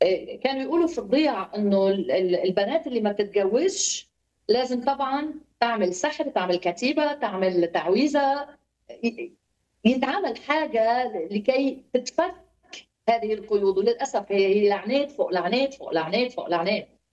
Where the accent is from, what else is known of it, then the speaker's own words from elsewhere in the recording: Lebanon; accent: Lebanese; كل كلمه لبنانيه تطلع مني تترجم مصري على طول في اسم يسوع. سو لهجتي منيحه بالمصري صح؟